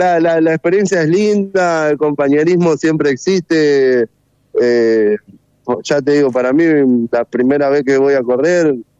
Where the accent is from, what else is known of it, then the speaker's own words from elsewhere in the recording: Laguna Paiva, Santa Fe, Argentina; now in Santa Fe, Argentina; Yo soy de acá, yo soy oriundo de Laguna Paiva, pero en este momento estoy viviendo en Santa Fe.